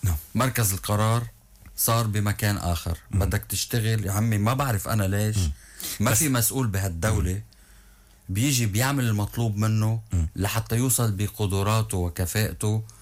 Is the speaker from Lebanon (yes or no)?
yes; Lebanon; نحن كلبنانيين